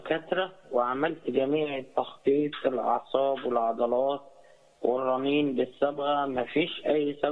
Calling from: Mansoura, Dakahlia, Egypt; من المنصورة.

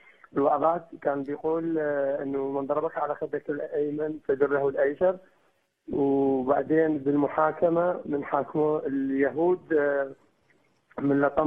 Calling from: Iraq; من العراق

